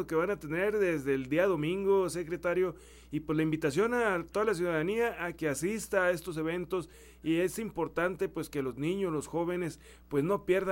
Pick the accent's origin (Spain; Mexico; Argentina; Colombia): Mexico; para todos nosotros como mexicanos.